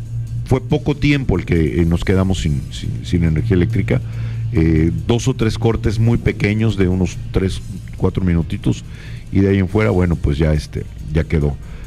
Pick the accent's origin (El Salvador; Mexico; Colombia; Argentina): Mexico; todos somos mexicanos